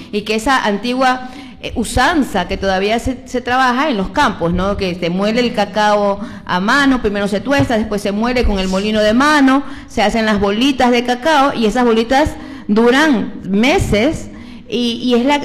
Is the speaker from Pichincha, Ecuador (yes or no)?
no; Manta, Manabí, Ecuador; Yo soy de Manta, chola, crecí frente al mar en Tarqui. Yo me orgullezco de la ADN indígena ancestral que está en mí